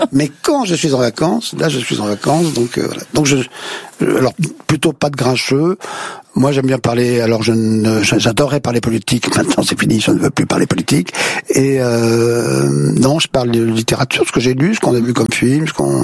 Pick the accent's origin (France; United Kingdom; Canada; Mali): France; Paris, Île-de-France; moi qui suis un peu grincheux, je suis parisien.